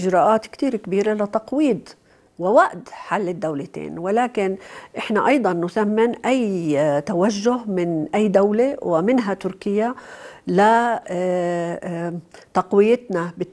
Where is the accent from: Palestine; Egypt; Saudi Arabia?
Palestine; ولكن إحنا كفلسطينيين مش حنترك، إحنا متشبتين في أرضنا، باقين في أرضنا، جربنا التهجير سابقا ولن نجربه مرة أخرى.